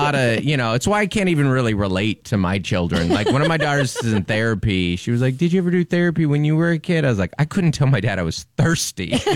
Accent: Seattle, Washington, United States; born or raised there

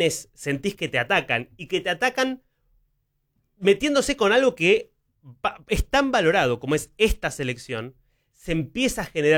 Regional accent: Argentina

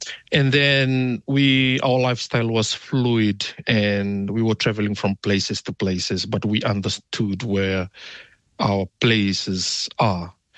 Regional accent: Northern Division, Fiji; English is a second language; now in New Zealand; I introduce myself in my dialect I'm originally from Fiji in the district of Ndongotui, in Maduata, that's in Vanua Levu, Fiji

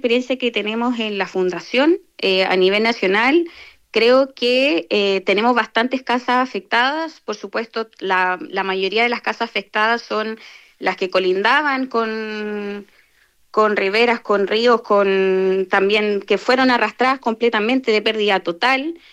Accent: Chile; nos encontremos como chilenos

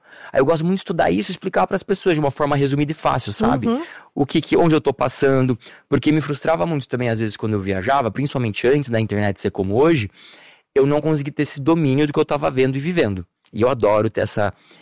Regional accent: Vila Militar, Rio de Janeiro, Brazil; born or raised there

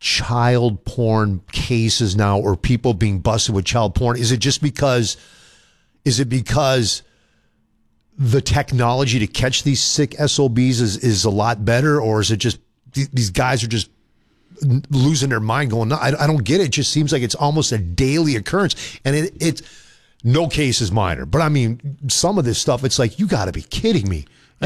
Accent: Minnesota, United States; moved away; Minnesota's my home state, always will be

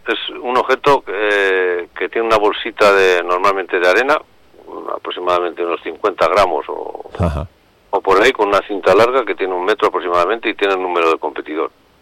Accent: La Rioja, Spain; Pues porque soy riojano.

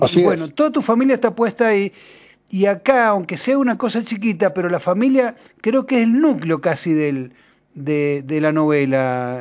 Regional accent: San Luis, Argentina; somos parte de Cuyo, viste que Cuyo, la región de Cuyo es Mendoza, San Juan y San Luis, y San Juan y Mendoza son muy relacionados a Chile. A ver, San Juan es La Serena enfrente, nosotros somos Viña del Mar, claro, y Valparaíso.

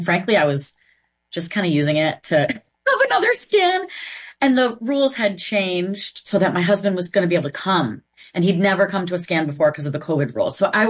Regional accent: Massachusetts, United States; born or raised there

